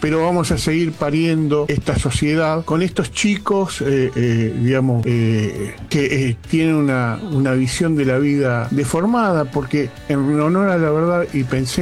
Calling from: General Rodríguez, Buenos Aires Province, Argentina; de General Rodríguez.

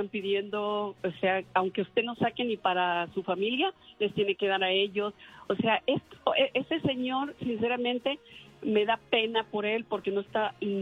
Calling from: Culiacán, Sinaloa, Mexico; yo soy de Culiacán, Sinaloa

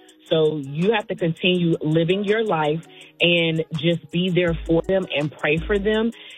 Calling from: Washington, District of Columbia, United States; I am calling from Southeast D.C.

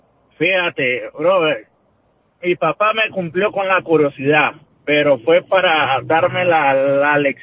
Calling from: Nicaragua; yo soy de Nicaragua

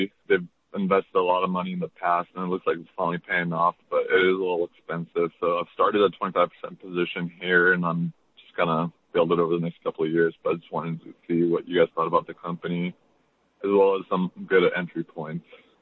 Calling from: Post Falls, Idaho, United States; I'm calling from Post Falls, Idaho.

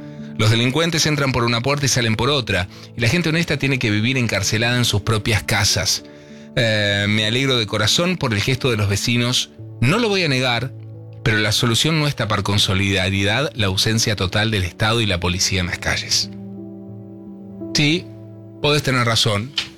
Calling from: Río Cuarto, Córdoba, Argentina; Hola Pela … de Río Cuarto, Córdoba.

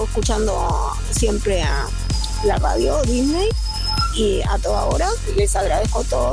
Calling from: Montevideo, Uruguay; de La Unión.

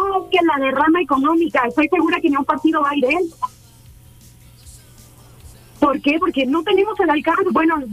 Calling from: Zapopan, Jalisco, Mexico; De Zapopan.

